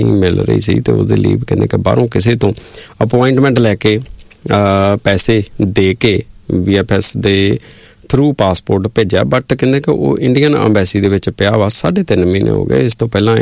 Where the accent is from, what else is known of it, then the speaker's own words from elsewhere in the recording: Rajasthan, India; ਕਿਉਂਕਿ ਮੇਰੀ ਵਾਈਫ ਪੰਜਾਬ ਤੋਂ ਹੈ ਅਤੇ ਮੈਂ ਰਾਜਸਥਾਨ ਤੋਂ